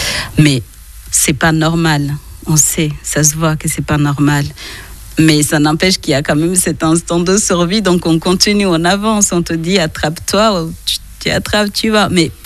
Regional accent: Rwanda; French is a second language

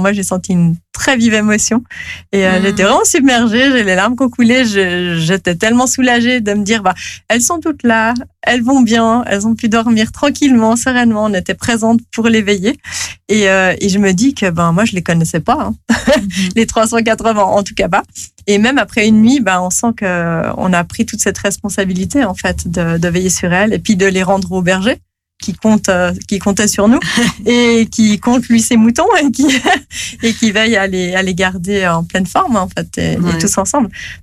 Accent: Geneva, Switzerland; on a laissé tout ce qui était, je viens de Genève, donc on a laissé à Genève tout ce qui était à Genève

